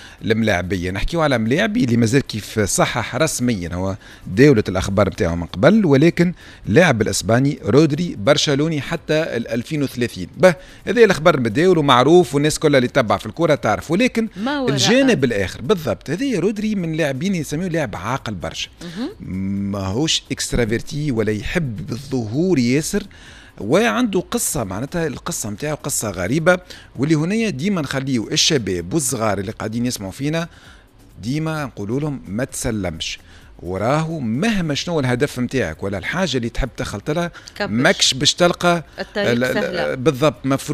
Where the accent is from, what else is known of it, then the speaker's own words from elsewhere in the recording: Tunisia; في بلادنا في تونس